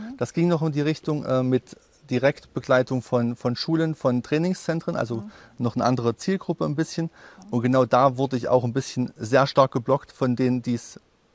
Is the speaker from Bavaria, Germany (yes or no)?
no; Teuchern, Saxony-Anhalt, Germany; ist in der Nähe von Weißenfels, genau. Und bin dort geboren, war kurze Zeit mal in Großstadt unterwegs und bin jetzt wieder aufgrund der Ruhe, der schönen Ruhe hier, zurückgekehrt.